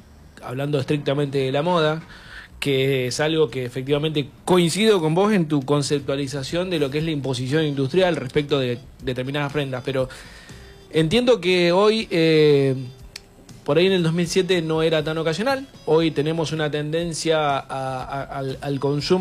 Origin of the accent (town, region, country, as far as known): Argentina